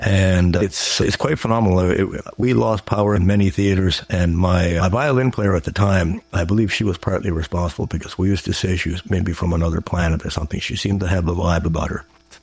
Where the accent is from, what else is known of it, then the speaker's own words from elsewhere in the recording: Rustico, Prince Edward Island, Canada; It was in my hometown of Rustica, where I'm talking to you from today.